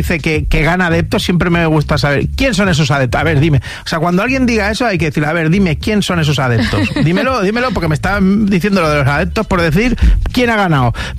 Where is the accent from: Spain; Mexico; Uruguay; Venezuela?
Spain; Galicia; en la zona de Ourense también, que soy gallego yo.